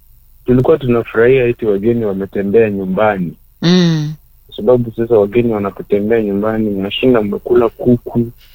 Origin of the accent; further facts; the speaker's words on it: Kisii, Kisii County, Kenya; born there; Ila mimi nimezaliwa pale Kisii. Nimezaliwa Kisii, lakini sikuzaliwa kwa familia ambayo inamjua Mungu.